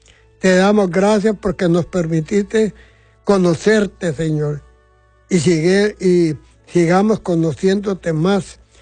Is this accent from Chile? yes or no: no; Sinuapa, Ocotepeque, Honduras; Soy hijo de Ocotepeque, nací en un municipio que se llama Sinuapo, Ocotepeque